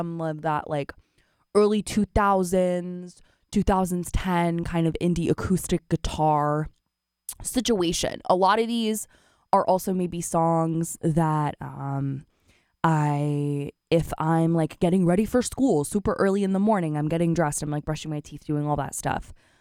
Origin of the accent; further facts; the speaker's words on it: South Bay, California, United States; now in Davis, United States; I'm originally from the South Bay, so not as hot as it is up here, but a little more temperate throughout the year.